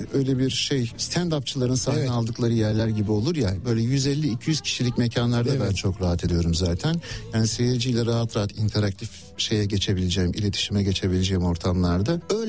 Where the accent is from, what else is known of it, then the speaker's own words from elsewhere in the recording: Istanbul, Turkey; Ben Beyoğlu çocuğuyum yani. Orada büyüdüm. Galatasaray'da yatılı okulda okuduğum için.